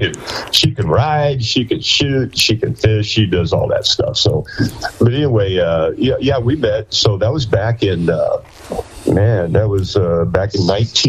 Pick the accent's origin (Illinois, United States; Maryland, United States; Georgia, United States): Illinois, United States; Beardstown; Well, we were both originally born and raised in Illinois. It turns out we were only about a half hour apart along the Illinois River. I was born in a town called Beardstown